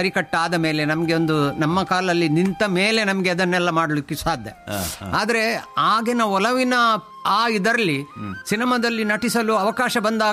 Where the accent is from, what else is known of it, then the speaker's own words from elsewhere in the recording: Mulki, Karnataka, India; born there; now in Mangaluru, India; ನಾನು ಮುಲ್ಕಿಯಲ್ಲಿ, ಆಮೇಲೆ ಇಲ್ಲಿಯ ಮಂಗಳೂರಲ್ಲಿ ಕದ್ರಿ ಮಿಲಗ್ರಿಸ್ ಗಣಪತಿ ಹೈಸ್ಕೂಲ್ನ ವಿದ್ಯಾರ್ಥಿ.